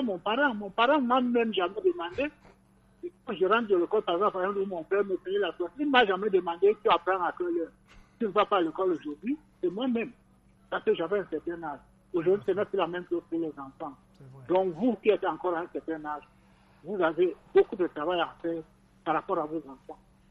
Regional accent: Yaoundé, Centre, Cameroon; J'ai grandi à Yaoundé jusqu'à l'heure actuelle où je vous parle.

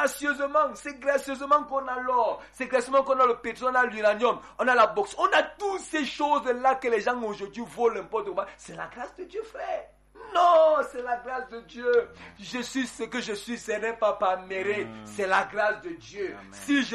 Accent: Côte d’Ivoire; quand j'ai grandi en Côte d'Ivoire

